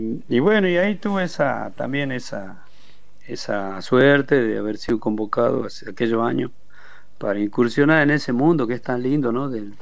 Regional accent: Jujuy, Argentina; Es lo mismo que me pasó a mí cuando yo llegué de Jujuy, ¿no?

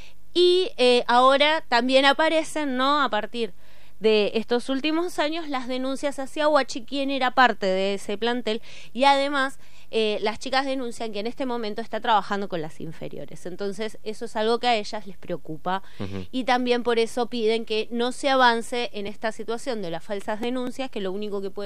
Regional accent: Argentina; nuestro país

